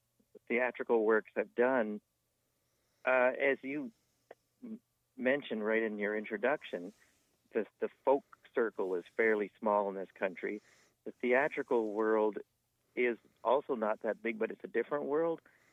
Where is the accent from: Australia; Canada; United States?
Canada; Guelph, Ontario; Yeah, I'm a city councillor now, and we're at my hometown of Guelph, Ontario.